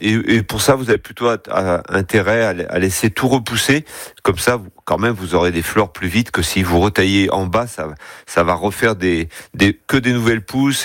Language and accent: French; Auvergne-Rhône-Alpes, France; chez nous en Drôme Ardèche.